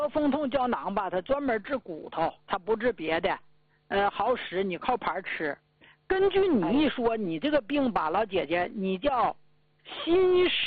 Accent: Jilin, China; 我在咱们老家吉林讲课七年

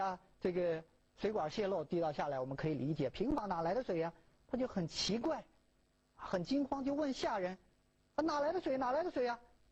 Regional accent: China; 我们中国人

